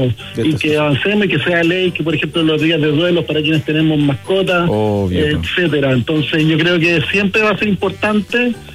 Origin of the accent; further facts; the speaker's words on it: Chile; A nosotros como chilenos siempre nos faltan motivos todos los días para estar enojados